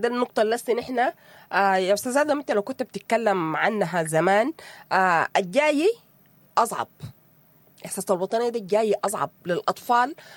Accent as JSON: {"language": "Arabic", "country": "Sudan", "said": "أنا من السودان."}